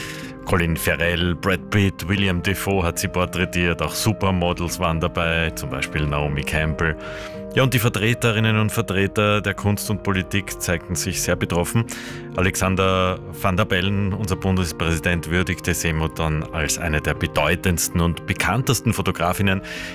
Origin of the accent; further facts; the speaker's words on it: Austria; Nicht zuletzt auch durch ihre legendären Werbekampagnen bei uns in Österreich für Mineralwasser oder eine Dessous-Marke.